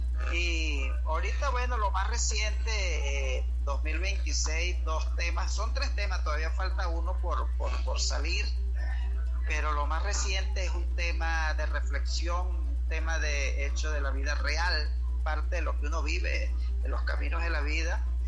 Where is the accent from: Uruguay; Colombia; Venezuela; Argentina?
Venezuela; San Carlos, Cojedes; now in Guatire, Venezuela; Cojedes, San Carlos, la capital del estado Cojedes, de los llanos centro-occidentales de Venezuela. Soy nativo de la capital del estado Cojedes.